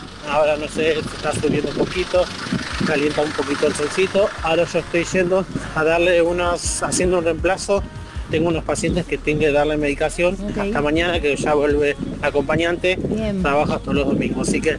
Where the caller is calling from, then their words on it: Santa Rosa, La Pampa, Argentina; de Santa Rosa La Pampa. Acá hace mucho frío